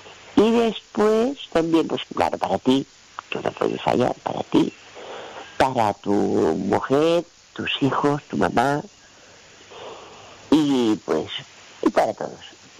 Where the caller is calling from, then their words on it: Palma, Balearic Islands, Spain; soy … de Palma